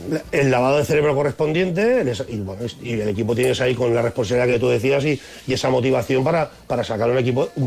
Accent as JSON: {"language": "Spanish", "area": "Ibiza", "region": "Balearic Islands", "country": "Spain", "said": "yo soy de Ibiza"}